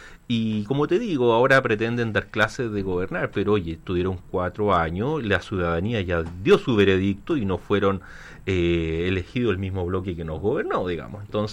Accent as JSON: {"language": "Spanish", "town": "Talca", "region": "Maule", "country": "Chile", "tie": "born or raised there", "said": "yo soy nacido y criado en Talca, estudié en el Colegio Andes, después hice el preuniversitario en el Cervantes y luego la Universidad de Talca. Ese ha sido mi recorrido por Talca"}